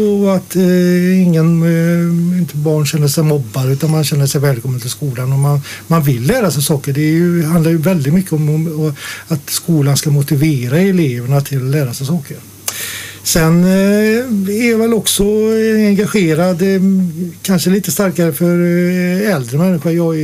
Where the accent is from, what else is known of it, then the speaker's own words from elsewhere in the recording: Dingle, Västra Götaland County, Sweden; jag är född i Dingle med metropolen. Men vi hade väl kanske 900 personer eller 1000 invånare. Och jag är uppväxt på en liten skola.